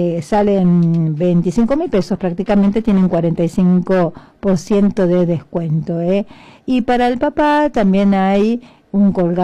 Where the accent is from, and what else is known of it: Argentina